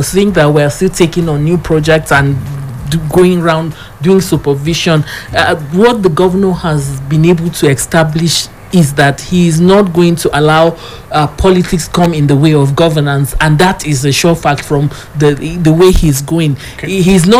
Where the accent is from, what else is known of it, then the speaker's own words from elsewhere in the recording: Plateau, Nigeria; I am from Langtang South. I'm not mixing words. For as a Langtang South person